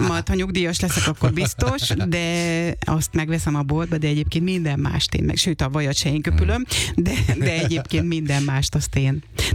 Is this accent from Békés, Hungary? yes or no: yes; Békés, Hungary; Békés megyéből származom egyébként